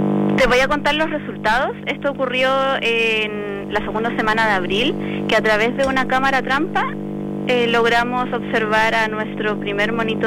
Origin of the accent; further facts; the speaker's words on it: Puyuhuapi, Aysén, Chile; No, yo soy de acá, de Puyo.